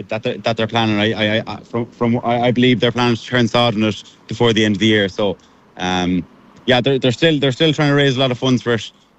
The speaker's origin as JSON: {"language": "English", "town": "Castlebar", "region": "Connacht", "country": "Ireland", "said": "So I'm from Castlebar in Mayo"}